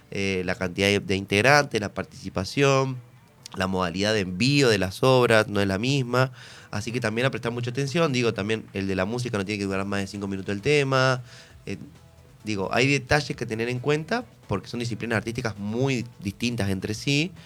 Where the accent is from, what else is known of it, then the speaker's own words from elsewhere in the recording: Paraná, Entre Ríos, Argentina; También eso tiene que ver con nuestra construcción como paranaense.